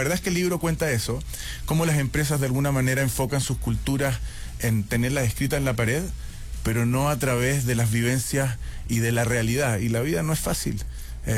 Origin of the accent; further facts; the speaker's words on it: Chile; also born or lived in Israel; somos inmigrantes, mi madre viene de Marruecos, mi padre de Alemania, yo nací en Israel, o sea, olvídate, habíamos llegado a Chile, ¿a qué colegio me voy?